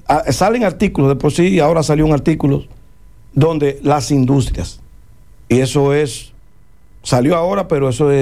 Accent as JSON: {"language": "Spanish", "town": "Moca", "region": "Espaillat", "country": "Dominican Republic"}